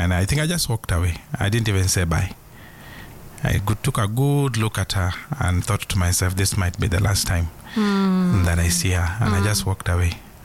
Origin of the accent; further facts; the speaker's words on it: Nairobi, Kenya; I grew up in Ziwani, so that's right next to town.